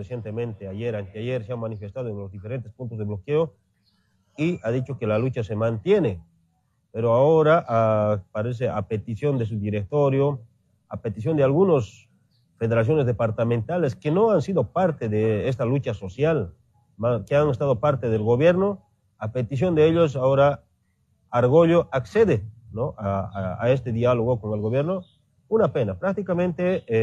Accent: Bolivia

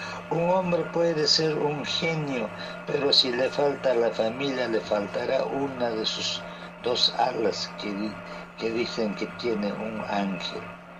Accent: Acomayo, Cusco, Peru; la Municipalidad Provincial de Acomayo, mi tierra, está anunciando una feria agropecuaria comercial el día miércoles 26 de agosto.

